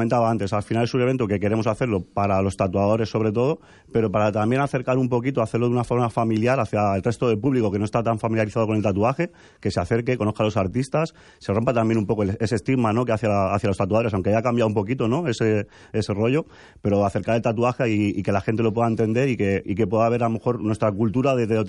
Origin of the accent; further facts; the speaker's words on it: Madrid, Community of Madrid, Spain; moved away as an adult; now in A Coruña, Spain; Sí, yo resido aquí desde hace 11 años. Yo soy madrileño.